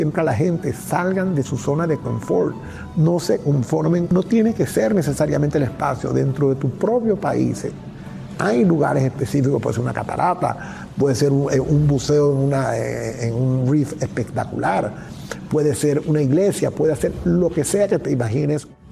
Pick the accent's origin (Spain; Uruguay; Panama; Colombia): Panama; me siento particularmente orgulloso como panameño y como latinoamericano